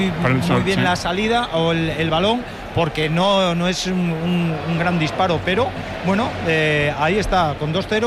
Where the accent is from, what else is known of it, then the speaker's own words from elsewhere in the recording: Nigrán, Galicia, Spain; Ya sabes que aquí en Vigo vamos o van muy adelantados, porque yo no me considero vigués, ¿vale? Yo soy nigranés.